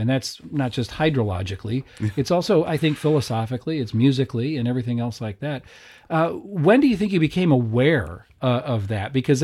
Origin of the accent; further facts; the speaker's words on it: Davenport, Iowa, United States; But so growing up in Davenport, so we both grew up in a river town, which I think is a unique gift.